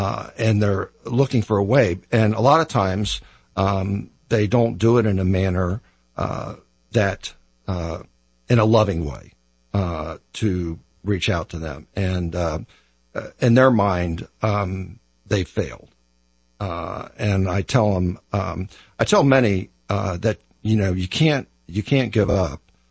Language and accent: English; Westerville, Ohio, United States; born there; I grew up in the Catholic faith. I went to school at St. Paul's in Westerville and graduated from St. Francis de Sales